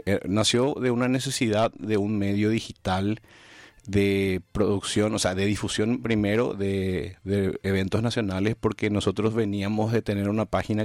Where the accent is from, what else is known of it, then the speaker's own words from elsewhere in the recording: Asunción, Paraguay; born there; yo tengo 39 años, nací en Asunción.